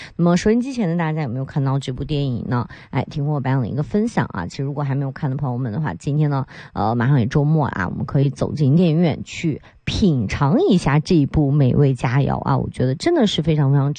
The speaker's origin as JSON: {"language": "Chinese", "country": "China", "said": "团圆和回家啊真的是我们中国人刻在骨子里的期盼"}